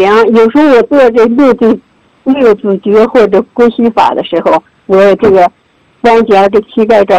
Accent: Inner Mongolia, China; also born or lived in Beijing; 我出生在北京，我生长在内蒙

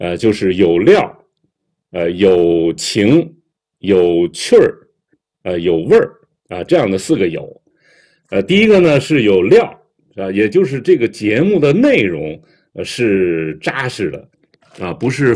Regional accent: Tianjin, China; 咱们天津人特有的这种语言表达

